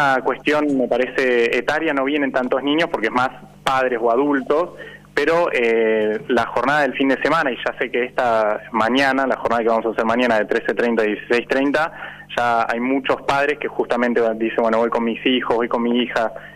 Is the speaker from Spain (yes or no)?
no; Argentina; como muchos argentinos, estábamos viendo el partido acá, de hecho, en el taller.